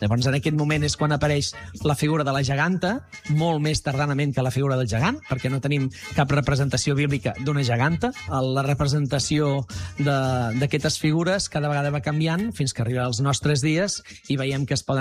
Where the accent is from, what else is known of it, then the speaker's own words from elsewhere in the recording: Reus, Catalonia, Spain; Jo sóc de Reus